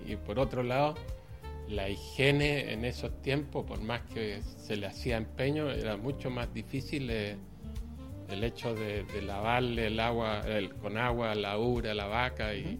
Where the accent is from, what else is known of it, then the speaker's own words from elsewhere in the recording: San Pedro, Valparaíso, Chile; yo siempre he estado viviendo en el campo, en la zona de San Pedro. Se llama Fundo Las Cruzadas originalmente, hoy día con los tiempos y la cosa más empresarial se llama Agrícola Las Cruzadas.